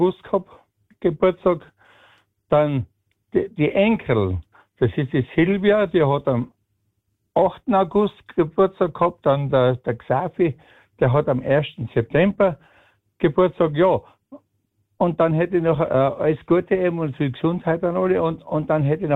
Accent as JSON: {"language": "German", "town": "Schöder", "region": "Styria", "country": "Austria", "tie": "born or raised there", "moved": "yes", "lives_now": "Upper Austria, Austria", "said": "Ich bin ja gebürtiger Schöderer."}